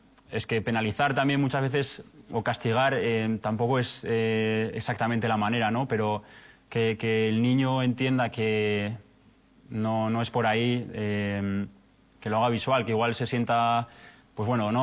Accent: Navarre, Spain; Yo soy de Navarra y la primera vez que jugué en un campo, en un estadio de fútbol profesional, cerca de casa

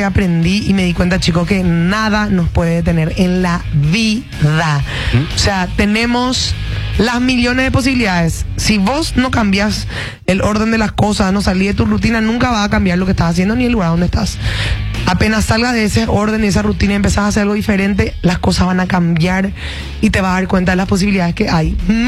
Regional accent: Paraguay; Y yo soy paraguaya. Y yo era la latina

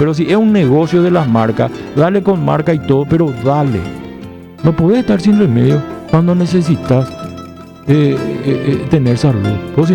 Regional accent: Paraguay; tenemos pila como paraguayo

